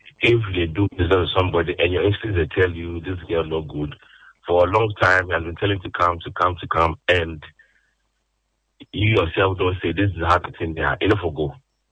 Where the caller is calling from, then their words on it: Accra, Greater Accra, Ghana; I'm from Accra